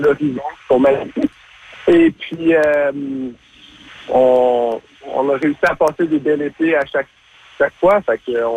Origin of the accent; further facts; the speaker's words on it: Montreal, Quebec, Canada; On vient majoritairement de Montréal.